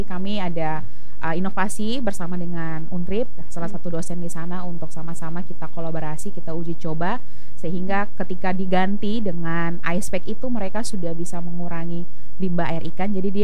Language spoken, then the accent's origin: Indonesian; Alor, East Nusa Tenggara, Indonesia; kami anak asli Alor